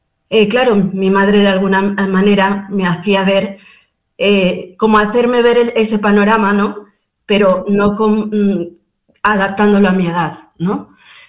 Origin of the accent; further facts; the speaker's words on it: Mexico; nosotros, como bien comentaste, somos mexicanos, El primer paso que dimos, por decir así fuerte, fue el ir a las misiones por un año.